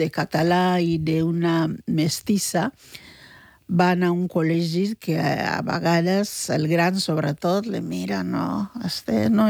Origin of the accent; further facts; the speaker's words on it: Barcelona, Catalonia, Spain; born there; Jo d'aquí vaig nascut a l'Hospital de Sant Pau.